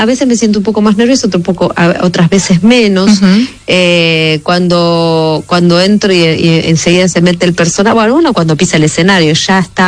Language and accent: Spanish; Buenos Aires, Argentina; Yo soy de Barracas.